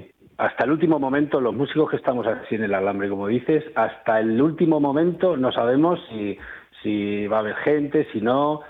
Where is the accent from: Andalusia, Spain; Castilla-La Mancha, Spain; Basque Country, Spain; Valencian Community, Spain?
Castilla-La Mancha, Spain; Albacete; soy un cantautor de Albacete.